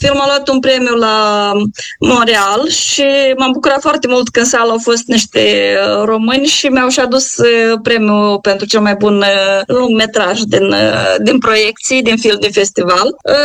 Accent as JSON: {"language": "Romanian", "town": "Fundurii Vechi", "country": "Moldova", "tie": "born or raised there", "said": "la funduri vechi, este satul meu de Baștină"}